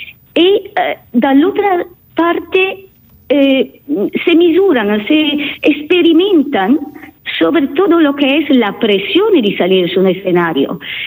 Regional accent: Italy; Creo que no se trata solo de un amor porque somos italianos.

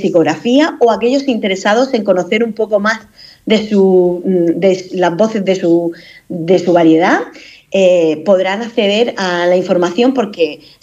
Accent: Cartagena, Region of Murcia, Spain; born there; accent: Murcian; yo soy murciana, de hecho, nací en Cartagena, soy hablante murciana e intento hablar pues como hablo siempre.

